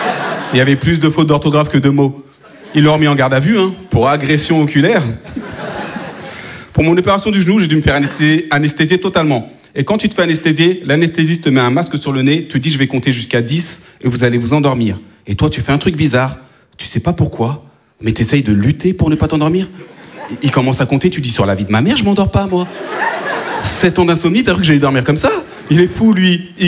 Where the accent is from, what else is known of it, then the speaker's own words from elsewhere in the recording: France; born there; si je parle bien français, c'est peut-être parce que je suis né en France